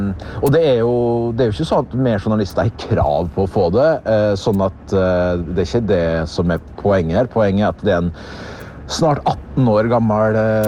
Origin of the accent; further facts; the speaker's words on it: the district, Møre og Romsdal, Norway; also born or lived in Molde; en fast lytter som hadde hørt på dialekten min at vi var fra distriktet.